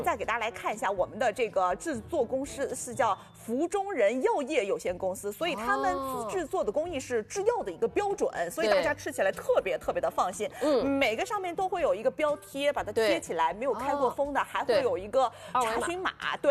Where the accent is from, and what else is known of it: China